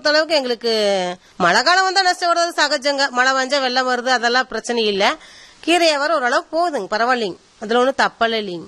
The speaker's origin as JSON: {"language": "Tamil", "town": "Malaipalayam", "region": "Tamil Nadu", "country": "India", "tie": "born or raised there", "said": "நாங்க பிறந்தது இதே மலைப்பளையமே தானுங்க. படிச்சது பாத்துட்டீங்கன்னா செஞ்சேரி மலை ஸ்கூல்ல. நாங்க கல்யாணம் பண்ணது இதே ஊர்ல தான், மலைப்பளத்திலேயே தான் நாங்க இதே ஊர்ல தான் இருக்கேங்க."}